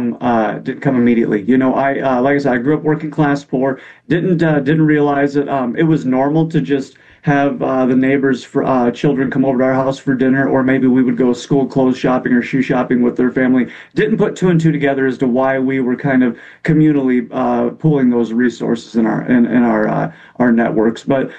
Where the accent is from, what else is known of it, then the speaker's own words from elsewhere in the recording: West Union, Iowa, United States; So I grew up in a small town, West Union, Iowa, only a couple thousand people. Grew up on what is arguably the poorest street in West Union, Linden Street.